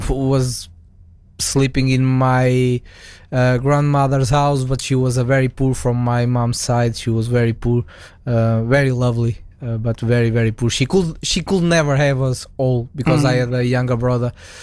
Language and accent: English; Portugal; born or raised there; moved away